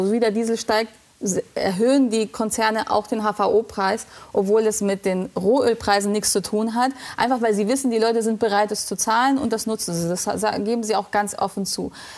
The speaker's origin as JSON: {"language": "German", "town": "Mannheim", "region": "Baden-Württemberg", "country": "Germany", "said": "Also ich bin ja auch Mannheimer."}